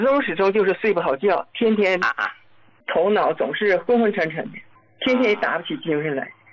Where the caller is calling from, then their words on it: Jilin, China; 我是吉林的那个听众。我今年69岁